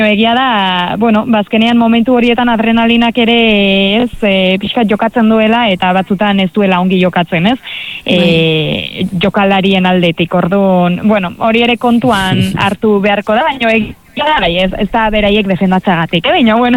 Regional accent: Lesaka, Navarre, Spain; aspaldiko kontua da, baino nire herrian, Lesakan, oroitzen naiz

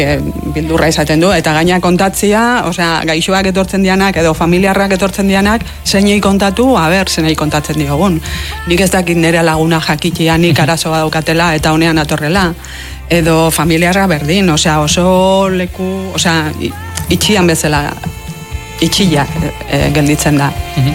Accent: Errenteria, Basque Country, Spain; prestatu ditugu itzaldiak jende arruntantzako, gure herrian, errenterian, jendeantzako

